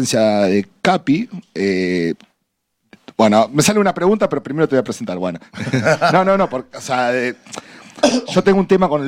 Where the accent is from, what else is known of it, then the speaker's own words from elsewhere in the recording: Casilda, Santa Fe, Argentina; Estamos saliendo también en vivo y en directo en Casilda, provincia de Santa Fe, mi ciudad natal, ahí a unos 50 kilómetros de Rosario